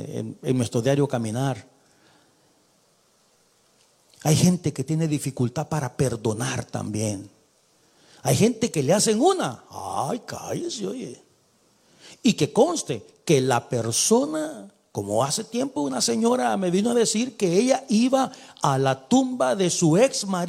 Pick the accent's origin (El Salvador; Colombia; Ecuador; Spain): El Salvador; los que somos de El Salvador, por lo menos tenemos la sangre de Atlacat dentro de nosotros.